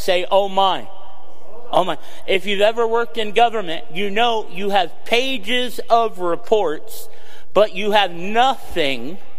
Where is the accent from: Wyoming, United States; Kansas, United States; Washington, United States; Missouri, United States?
Kansas, United States; I came from Kansas. Crystal and I were just talking about whether or not the town that we lived in had a Denny's.